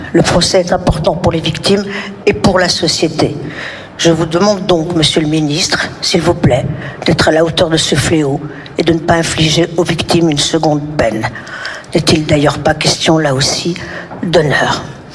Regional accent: Saint-Étienne, Auvergne-Rhône-Alpes, France; born there; moved away; quand j'étais chez moi à Saint-Étienne

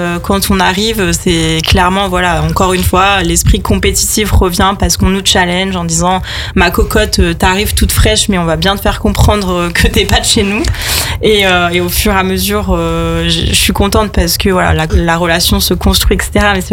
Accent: Auvergne-Rhône-Alpes, France; moved away as an adult; also born or lived in Niort; j'avais envie de découvrir un petit peu le reste de la France et pas juste l'Allier, qui est quand même un peu perdu au milieu de la France, hein, on peut le dire. J'ai un peu bougé. Donc, je suis partie complètement à l'opposé. Je suis partie dans l'ouest de la France.

